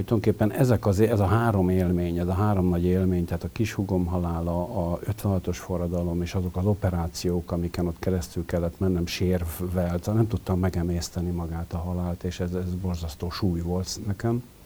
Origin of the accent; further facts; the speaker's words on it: Budapest, Hungary; 50-ben születtem itt Budapesten, a belvárosba, még a Paulai Ede utca egy számba, ott a régen a Sirály étterem volt, ma már azt hiszem, hogy nincs ott az Erzsébet térnél. És egészen 8 éves koromig laktunk itt a belvárosba, és akkor költöztünk Budára